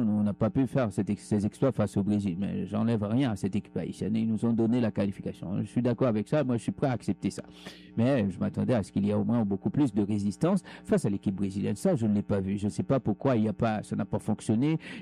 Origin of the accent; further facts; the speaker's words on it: Haiti; Je veux dire tout simplement, comme je suis haïtien, je ne sais pas si j'ai une licence ou si j'ai le feu vert de dire ça parce que je suis haïtien.